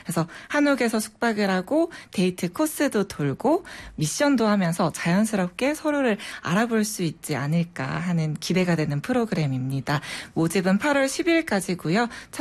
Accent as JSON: {"language": "Korean", "region": "Ulsan", "country": "South Korea", "tie": "born or raised there", "said": "저는 원래 고향이 울산이었고요."}